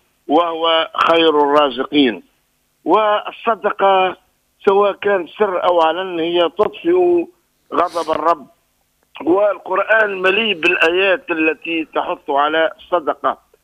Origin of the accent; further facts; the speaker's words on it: Tunisia; اللهم يا ربي اجعل بلادنا تونس وسائر بلاد المسلمين آمينة هنيئة